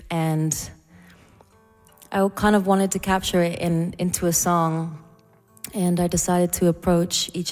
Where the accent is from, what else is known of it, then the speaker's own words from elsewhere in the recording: Canning, Nova Scotia, Canada; As a kid, I remember growing up in Canning and just, it was such a wonderful place to grow up.